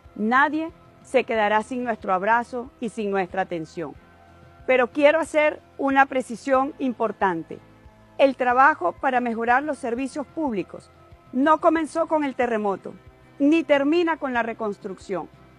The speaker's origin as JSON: {"language": "Spanish", "country": "Venezuela"}